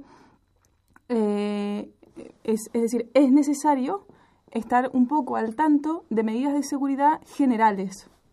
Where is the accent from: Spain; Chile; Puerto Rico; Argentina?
Argentina; Buenos Aires; born there; yo soy argentina, nací en Buenos Aires, tengo 25 años y a los 19 años entré en policía.